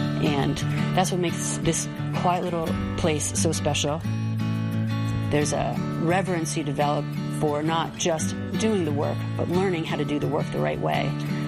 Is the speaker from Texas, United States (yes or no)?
no; Miami, Florida, United States; now in Bay Area, United States; I grew up in Miami, Florida, very far from here.